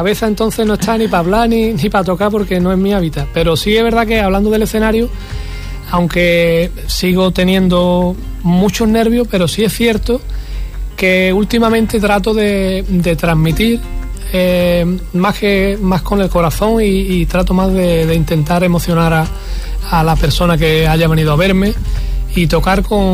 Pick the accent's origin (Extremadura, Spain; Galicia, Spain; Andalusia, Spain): Andalusia, Spain; Huelva; Para mí es un orgullo hablar de Huelva, que lo hago siempre, en cada lugar que estoy, porque pertenezco a una tierra que es la mía, ¿no?